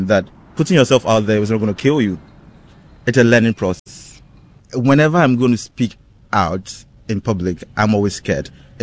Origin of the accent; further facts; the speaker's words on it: Volta, Ghana; now in Accra, Ghana; I'm from the Volta region of Ghana, and I've been in Accra since 2015.